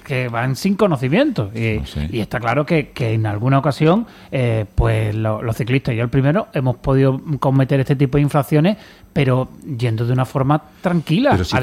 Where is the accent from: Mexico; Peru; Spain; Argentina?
Spain; La Iglesuela del Cid, Aragon; born there; la Iglesuela del Cid, mi pueblo.